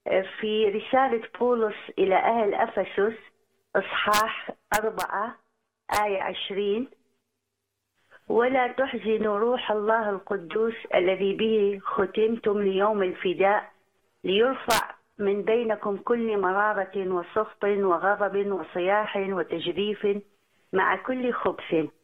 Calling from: Canada; انا بنت الرب من كندا.

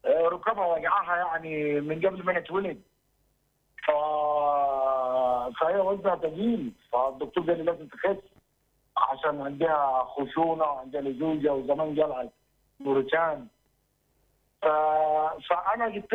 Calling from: Sohag, Sohag Governorate, Egypt; من سوهاج.

